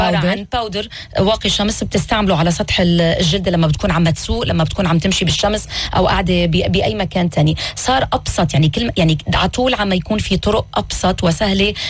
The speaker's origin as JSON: {"language": "Arabic", "country": "Lebanon", "said": "أكتر من الشمس عندنا ببلادنا"}